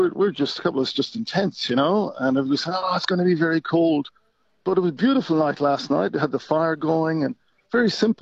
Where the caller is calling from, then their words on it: Beechworth, Victoria, Australia; I'm calling in from Beechworth in Victoria.